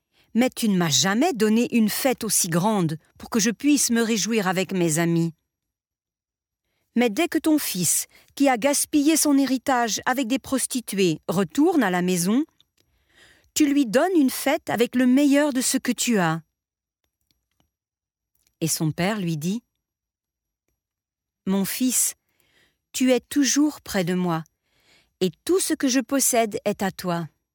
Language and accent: French; Spain; Je ne suis pas allée dans une école de jésuites, mais j'ai grandi en Espagne, aussi un pays très ancré dans le catholicisme.